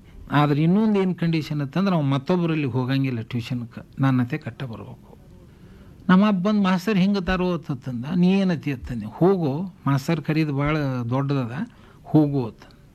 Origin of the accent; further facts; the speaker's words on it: Banahatti, Karnataka, India; ನಮ್ಮೂರು ಬನಟ್ಟಿ ಸಣ್ಣದು